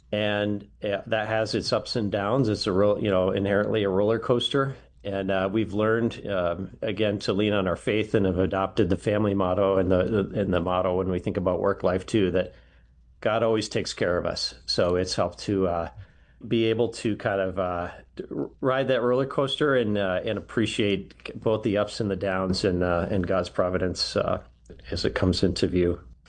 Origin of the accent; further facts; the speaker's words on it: Michigan, United States; moved away as an adult; now in Boise, United States; I grew up in Michigan in a church-going family, and I attended Catholic schools for most of my grown-up years. Went to college and grad school in Michigan, and then eventually made it my way west.